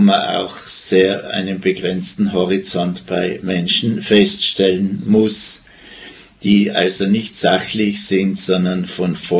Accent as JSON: {"language": "German", "region": "Tyrol", "country": "Austria", "said": "wenn ich dann wieder in das Land, wo ich herstamme, komme, nach Tirol"}